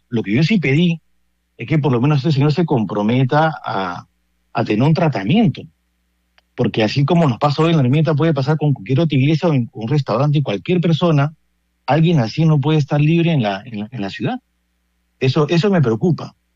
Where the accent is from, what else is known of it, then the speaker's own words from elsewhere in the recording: Colombia; Yo soy colombiano, padre, de corazón. Soy sacerdote diocesano.